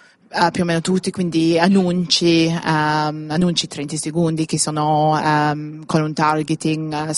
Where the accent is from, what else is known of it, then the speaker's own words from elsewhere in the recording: Wales, United Kingdom; Sono di Gales.